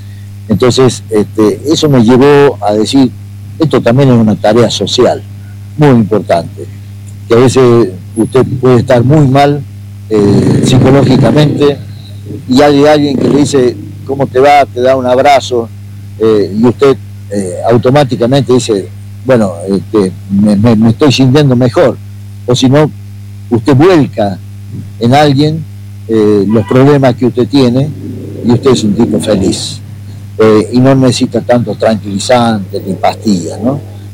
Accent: Famatina, La Rioja, Argentina; yo originalmente soy de Famatina.

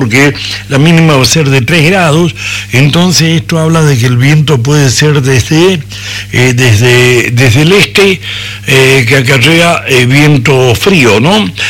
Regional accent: Argentina

